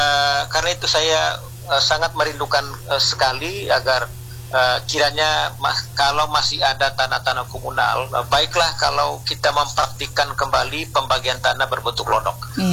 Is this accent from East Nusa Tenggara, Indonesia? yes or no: yes; Bailolos, East Nusa Tenggara, Indonesia; kalau misalnya di kampung saya misalnya di Rangat, Desa Bailolos ya